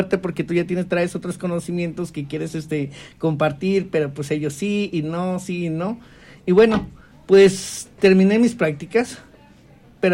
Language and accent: Spanish; Chiatitla, Hidalgo, Mexico; first language Nahuatl; Spanish is a second language; Yo nací en un pueblo que se llama Chiatitla, del municipio de Yahualica, del estado de Hidalgo. Uh-huh. En mi pueblo, nací en el 85, y aproximadamente desde... Mi lengua materna es náhuatl. Uh-huh. Yo nací hablando náhuatl.